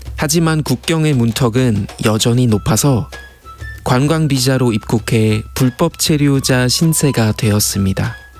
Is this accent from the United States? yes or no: no; Germany; Korean is a second language; 저는 독일에서 온